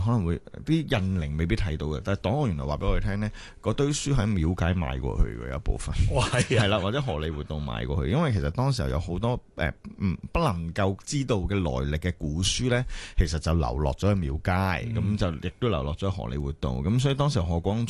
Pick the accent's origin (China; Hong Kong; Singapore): Singapore; 所以點解我哋新加坡人讀喺新加坡讀中文係其實讀埋中國歷史